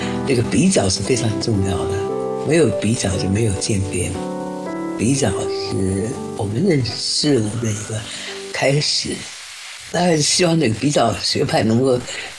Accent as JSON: {"language": "Chinese", "country": "China"}